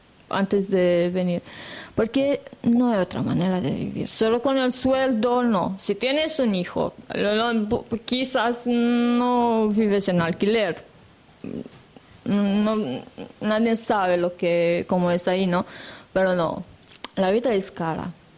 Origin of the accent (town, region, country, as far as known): Romania; Spanish is a second language; now in Spain